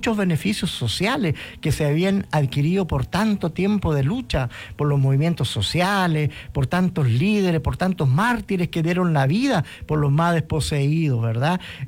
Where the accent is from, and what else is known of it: Chile